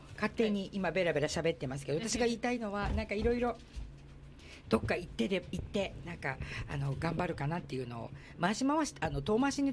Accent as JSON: {"language": "Japanese", "region": "Osaka", "country": "Japan", "tie": "born or raised there", "also_born_or_lived": "Okinawa", "said": "私ね沖縄の地図だけど大阪で育ったんだった、"}